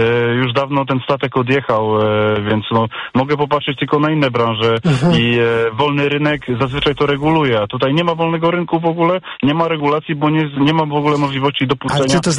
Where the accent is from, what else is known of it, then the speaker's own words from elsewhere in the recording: Silesian Voivodeship, Poland; no, ja pochodzę ze Śląska, tutaj sytuacja jest dosyć industrialna